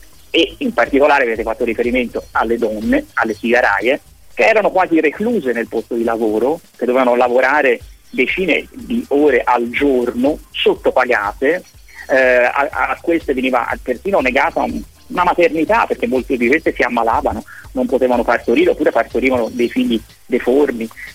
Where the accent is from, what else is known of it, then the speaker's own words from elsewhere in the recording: Florence, Tuscany, Italy; moved away as an adult; now in Cagliari, Italy; per chi come me è un forestiero e sentirà dall'incedere del mio parlato. Io sono fiorentino, ma mi sento cagliaritano a tutti gli effetti da più di 25 anni.